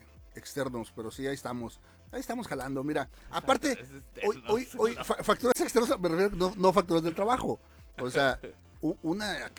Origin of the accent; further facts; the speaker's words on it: Mexico; no vinieron más que a dividirnos como mexicanos